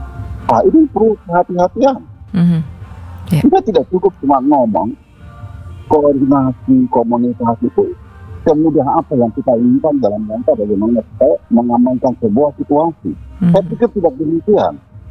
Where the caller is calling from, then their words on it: Sorong, Southwest Papua, Indonesia; sebagai warga Papua, khususnya yang sedang berdomisili di kilometer 17.